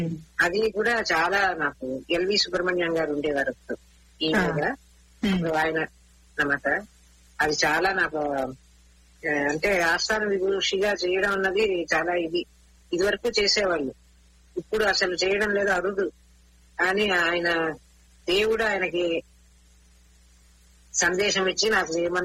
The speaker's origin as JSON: {"language": "Telugu", "region": "Andhra Pradesh", "country": "India", "said": "First female artist నేను ఆంధ్ర నుంచి."}